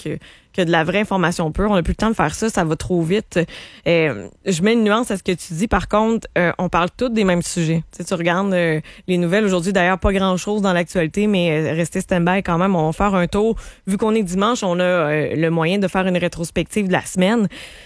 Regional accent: Charlevoix, Quebec, Canada; moi, contrairement à toi, j'ai pas grandi à Québec. Je viens de Charlevoix

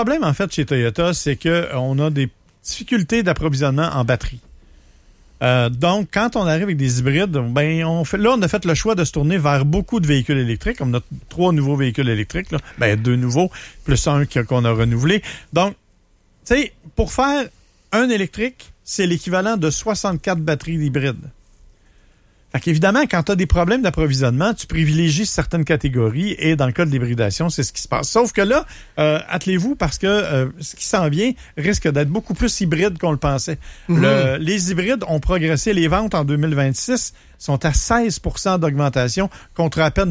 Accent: Saint-Hyacinthe, Quebec, Canada

